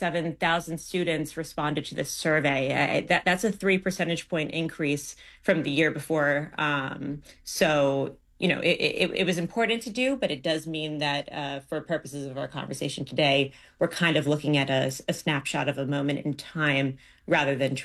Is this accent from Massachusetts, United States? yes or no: no; New York City, New York, United States; This is something, as just a New Yorker, I think we've heard from bright young students before